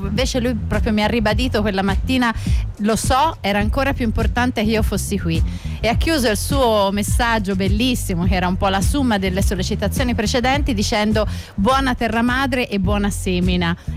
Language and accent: Italian; Florence, Tuscany, Italy; Io sono fiorentina